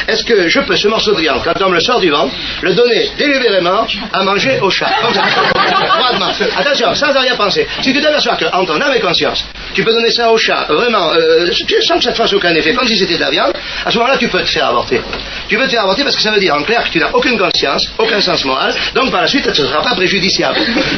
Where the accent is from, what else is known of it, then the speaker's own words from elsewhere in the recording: Southern France, France; Chez nous, dans le Midi, oui, autant vous dire tout de suite que je suis du Midi.